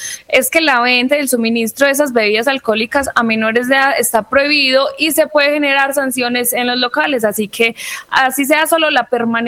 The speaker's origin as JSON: {"language": "Spanish", "town": "Concordia", "region": "Antioquia", "country": "Colombia", "said": "Este gran desfile nos encontró a todos como la familia concordiana y antioqueña que somos."}